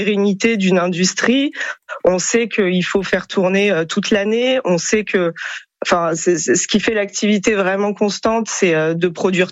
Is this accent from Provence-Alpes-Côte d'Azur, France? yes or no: yes; Marseille, Provence-Alpes-Côte d'Azur, France; Quand je dis nos, en tant que Marseillaise et Marseillais